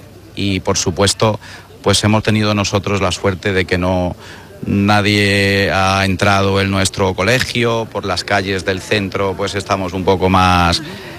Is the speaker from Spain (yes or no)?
yes; Palencia, Castile and León, Spain; now in Ceuta, Spain; De Palencia capital. y un palentino, pues lleva ya 18 años viviendo aquí, en mi querida ciudad de Ceuta